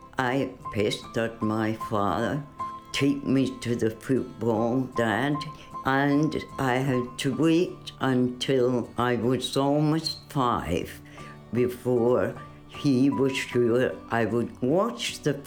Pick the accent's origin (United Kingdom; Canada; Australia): United Kingdom; Coatbridge, Scotland; I'm the oldest member of the Tartan Army. I was born in Coatbridge in 1932 and lived opposite a park